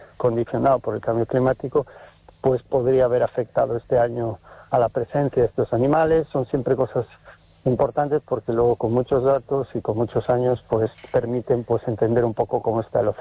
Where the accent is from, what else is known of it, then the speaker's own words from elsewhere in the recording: Galicia, Spain; moved away as an adult; also born or lived in Sardinia, Italy; Yo soy gallego